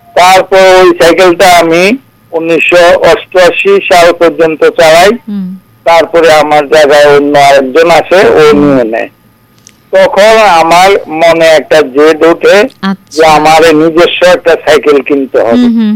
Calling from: Tripura, India; আমার বাড়ি কিন্তু ওল্ড আগরতলা থেকে আপনার 3 কিলোমিটার দক্ষিণে ইস্ট চাম্পামুরা ছিল।

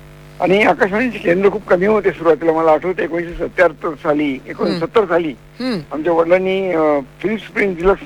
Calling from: Ahilyanagar, Maharashtra, India; बोलतोय अहिल्यानगरून.

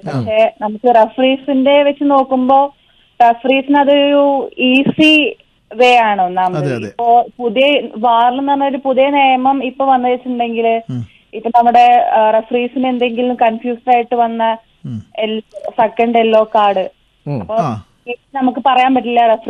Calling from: Malappuram, Kerala, India; മലപ്പുറത്ത് നിന്ന് വിളിക്കുന്നു.

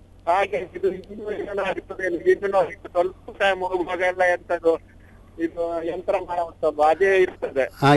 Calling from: Kalladi, Karnataka, India; ಮಂಗಳೂರಿಂದ

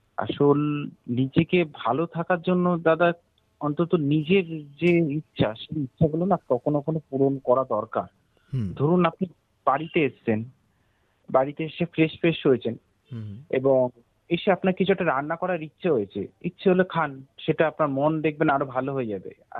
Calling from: Kolkata, West Bengal, India; আমি কলকাতার থেকে

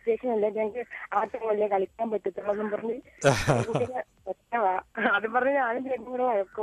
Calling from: Cherthala, Kerala, India; ഞങ്ങളുടെ ചേർത്തൽ തന്നെയാണ്. എന്റെ വീട് കടക്കരപ്പള്ളി.

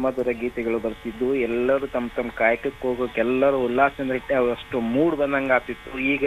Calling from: Navali, Karnataka, India; ಲಿಂಗಸ್ಕೂರ್ ತಾಲೂಕು ನವಲಿಯಿಂದ … ಮಾತಾಡ್ತಿರೋದು.

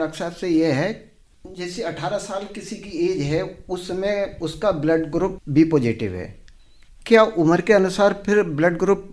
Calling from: Bareilly, Uttar Pradesh, India; बरेली से हूँ।

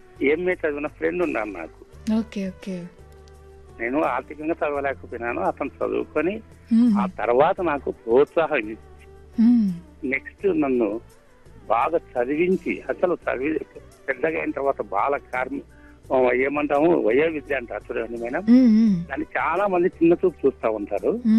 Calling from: Kurnool, Andhra Pradesh, India; మాది కర్నూలు మేడం, కర్నూలు.

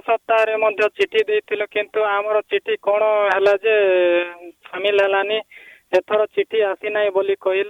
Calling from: Narpur, Odisha, India; ମୁଁ ଡୁମାଲୁରି ନାରପୁର କଳାହାଣ୍ଡିରୁ

